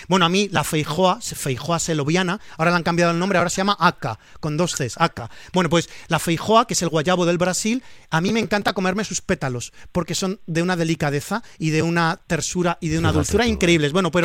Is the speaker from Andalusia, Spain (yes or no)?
no; Valencian Community, Spain